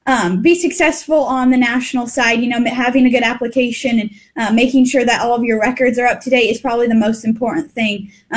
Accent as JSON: {"language": "English", "town": "Lexington", "region": "Nebraska", "country": "United States", "moved": "as an adult", "lives_now": "Kansas, United States", "said": "I'm from the SEM FFA chapter. I'm originally from Lexington, Nebraska, and currently a junior at Kansas State University"}